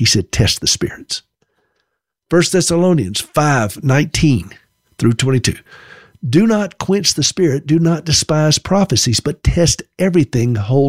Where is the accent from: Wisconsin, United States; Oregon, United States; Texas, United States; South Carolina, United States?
South Carolina, United States; And by the way, I grew up in South Carolina. There's a town named Berea there.